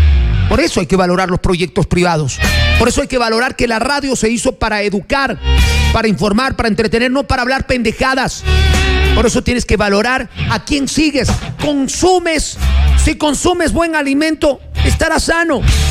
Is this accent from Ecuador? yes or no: yes; Ecuador